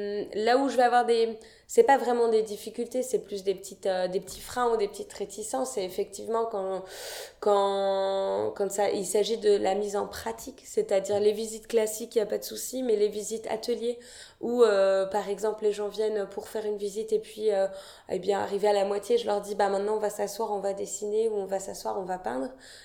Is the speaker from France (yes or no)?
yes; Dinan, Brittany, France; je suis née à Dinan, j'ai grandi à Dinan.